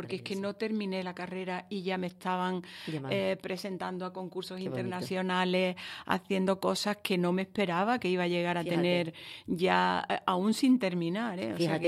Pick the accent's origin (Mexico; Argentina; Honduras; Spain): Spain; El Puerto de Santa María, Andalusia; moved away; Estas son mis raíces, esta es mi tierra. Además, acabo de pasar casi delante de la puerta de mi casa, de la Plaza de Peral, donde me crié de pequeña.